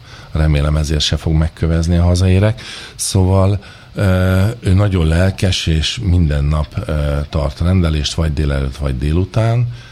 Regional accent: Pest, Hungary; 50 kilométerre Budapesttől, hogy mi vidékiek vagyunk, de hát Pest megye legdélebbi, egyik legkisebb települése vagyunk

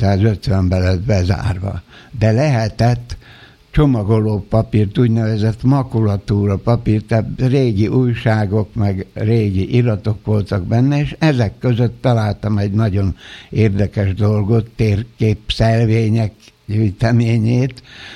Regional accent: Budapest, Hungary; born there; tulajdonképpen felsődabasi születésű vagyok majdnem, mivel hogy a bátyám szülés közben, illetve után egy napon belül meghalt, ezért az anyám már a eljövendő köröztapáméknál Budapesten várta a szülési időpillanatát, és így kórházba születtem a 13. kerületben.

